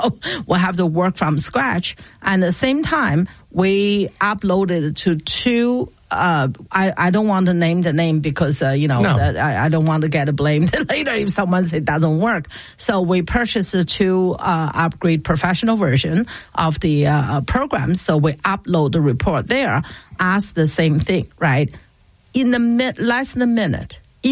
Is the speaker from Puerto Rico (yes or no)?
no; China; We don't have, by the way, I come from China, we don't have school bus.